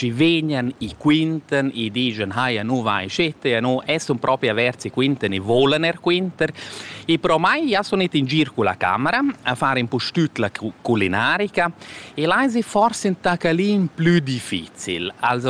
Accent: Switzerland; io sono della Svizzera, faccio questi qua

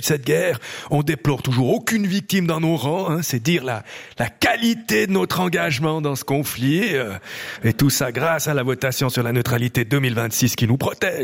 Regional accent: Switzerland; Ça peut avoir un rapport avec une entreprise ou chez nous, en Suisse, avec une armée.

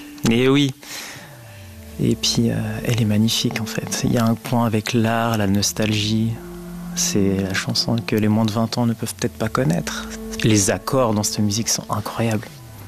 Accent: Switzerland; chez nous en Suisse

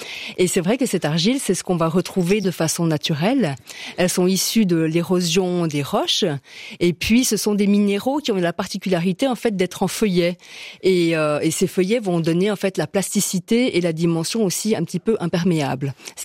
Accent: Valais, Switzerland; Je suis une Valaisanne pure souche.

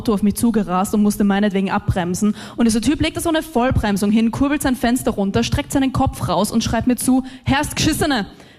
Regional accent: Austria

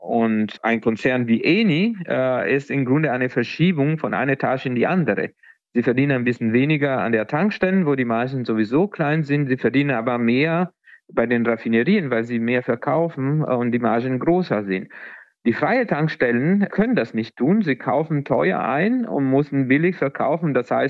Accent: Italy; moved away; Ja, ich bin Italiener

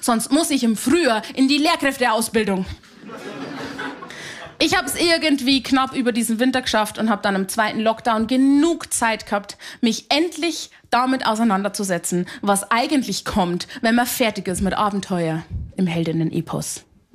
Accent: Haunersdorf, Bavaria, Germany; Ich bin aus einem sehr, sehr kleinen Ort in Niederbayern. Ich bin aus Haunersdorf bei Simbach, bei Landau an der Isar.

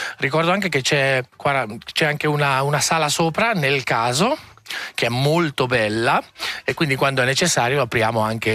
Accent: Mendrisio, Ticino, Switzerland; Io sono di Mendrisio.

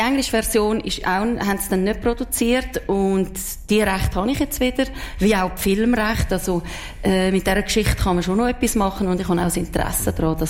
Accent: Switzerland; Und das habe ich ein bisschen schade gefunden, weil ich bin doch eine Schweizerin.

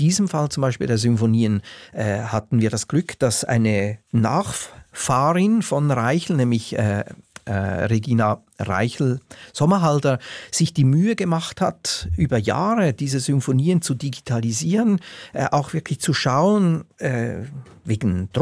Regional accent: Switzerland; moved away; als Schweizer, weil ich als Auslandschweizer über Jahrzehnte gesehen habe

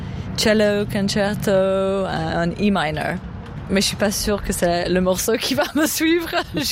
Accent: England, United Kingdom; French is a second language; moved away; je suis anglaise

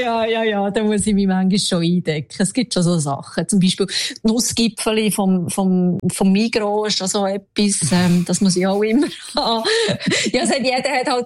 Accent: Fribourg, Switzerland; now in Sweden; Die haben immer gefunden, ich bin keine richtige Freiburger, weil ich das nicht gern

